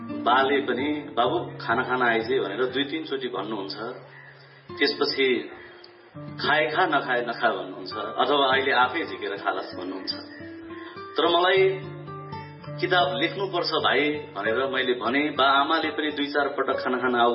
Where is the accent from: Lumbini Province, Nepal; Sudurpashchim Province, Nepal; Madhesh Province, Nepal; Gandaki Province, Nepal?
Gandaki Province, Nepal; मेरो थकाइ त्यही गाउँको थकाइ हो जहाँ एकापट्टिबाट चेपे बग्छ त्यो चेपे मेरोतिर आएन आएको भए अझै त्यो हरियाली हुन्थ्यो होला दरौदी बगेको ठाउँमा एउटा डाँडो बसिदियो